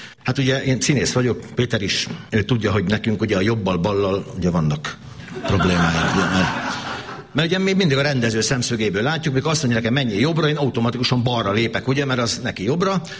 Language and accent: Hungarian; Esztergom, Komárom-Esztergom, Hungary; born there; now in Miskolc, Hungary; mert én ugye Esztergomban születtem, az egy jóval kisebb város, mint Miskolc